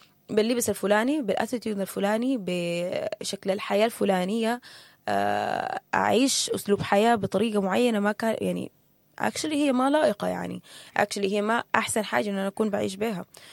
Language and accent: Arabic; Sudan; إحنا اتنين سودانيين